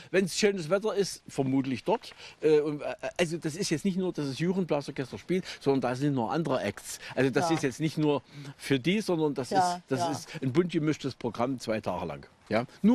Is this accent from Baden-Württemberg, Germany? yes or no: no; Merseburg, Saxony-Anhalt, Germany; ich bin ja hier in Merseburg zur Schule gegangen, in der Döcherschule.